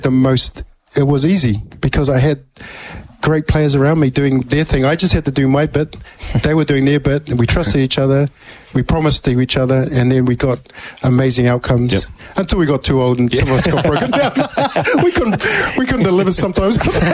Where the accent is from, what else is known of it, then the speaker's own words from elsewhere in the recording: Auckland, New Zealand; that's what captured our imagination as young kids growing up in West Auckland